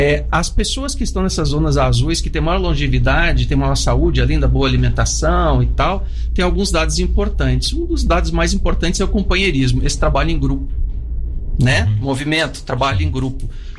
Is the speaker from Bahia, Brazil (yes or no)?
no; Rio Grande do Sul, Brazil; now in Goiânia, Brazil; aqui no Centro-Oeste, Goiânia, eu sou do Sul, sou do Rio Grande do Sul, né? Sim. Optei por vir para cá